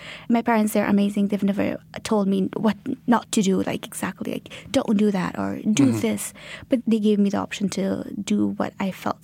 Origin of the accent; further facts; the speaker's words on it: Kabul, Afghanistan; moved away as an adult; also born or lived in Islamabad, Pakistan; now in Canada; born and raised in Kabul, Afghanistan. I am 22 at the moment